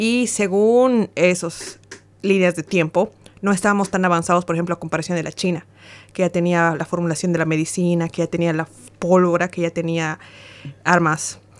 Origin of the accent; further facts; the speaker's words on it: Bolivia; Yo viví ahí un año